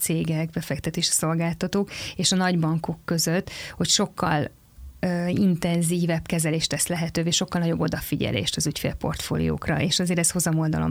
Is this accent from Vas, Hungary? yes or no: yes; Szombathely, Vas, Hungary; now in Budapest, Hungary; én is szombathelyi vagyok